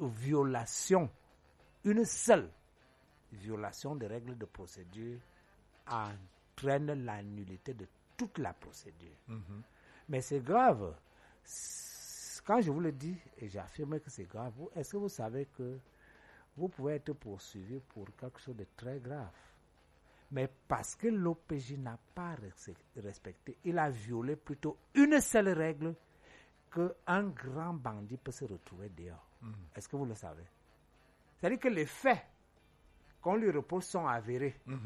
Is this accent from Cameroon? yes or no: yes; Cameroon; je suis Camerounais.